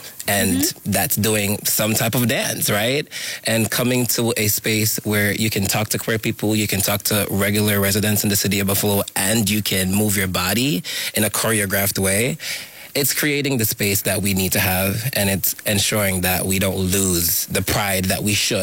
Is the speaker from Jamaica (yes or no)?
yes; Jamaica; moved away; growing up in Jamaica, it was super hard because Jamaica's a homophobic society.